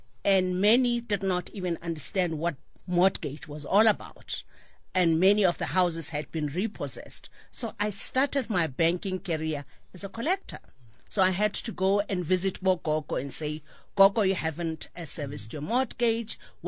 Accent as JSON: {"language": "English", "country": "South Africa", "tie": "born or raised there", "said": "I think our strength as a country is our people."}